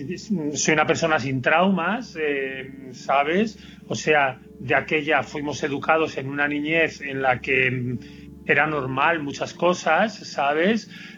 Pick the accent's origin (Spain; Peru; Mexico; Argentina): Spain; León, Castile and León; yo en mi caso soy de León, empecé tocando en orquestas de baile ya a los 16 años.